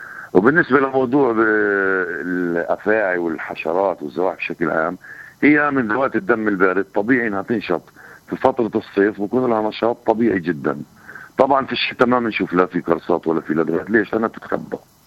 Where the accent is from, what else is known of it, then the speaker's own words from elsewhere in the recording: West Bank, Palestine; عنا احنا هان نحكي في الضفة الغربية